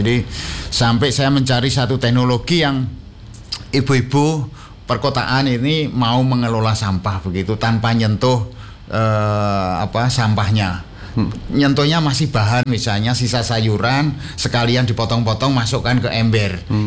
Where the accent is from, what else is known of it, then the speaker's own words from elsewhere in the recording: Magelang, Central Java, Indonesia; moved away; Kebetulan saya asli Magelang